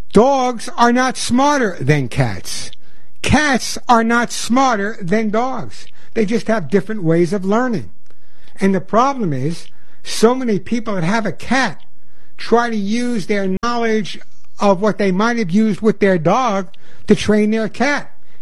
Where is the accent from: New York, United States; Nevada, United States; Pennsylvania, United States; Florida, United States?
New York, United States; New York City; I'm a New Yorker, ex-New Yorker. I talk quickly.